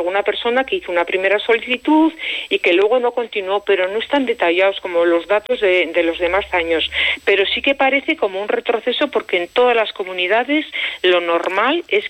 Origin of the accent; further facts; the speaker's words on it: Navarre, Spain; yo soy de Navarra.